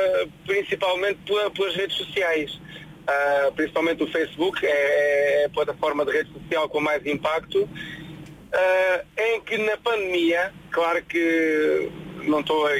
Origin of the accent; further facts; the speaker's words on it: Santiago do Cacém, Alentejo, Portugal; Eu sou de Santiago do Cacém.